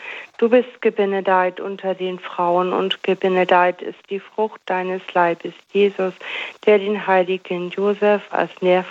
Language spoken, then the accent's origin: German; Rostock, Mecklenburg-Vorpommern, Germany; now in Trier, Germany; aus Trier, gebürtig aus Mecklenburg in Rostock.